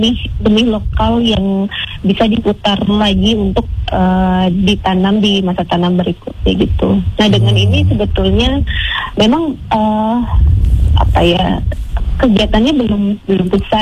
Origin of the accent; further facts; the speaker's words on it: Makassar, South Sulawesi, Indonesia; halo Pak Wibi, saya juga dari Makassar.